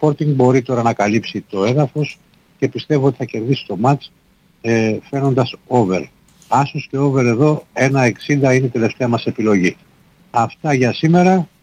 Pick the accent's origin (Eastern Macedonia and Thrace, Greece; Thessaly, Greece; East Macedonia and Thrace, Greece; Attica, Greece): Eastern Macedonia and Thrace, Greece; Drama; επειδή είμαι Μακεδόνας, είμαι από το Δράμα